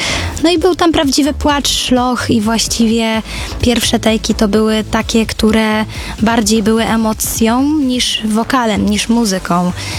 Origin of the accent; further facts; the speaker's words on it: Sieradz, Łódź Voivodeship, Poland; Ogólnie pochodzę z Sieradza. Tam uczyłam się śpiewać od 5 roku życia.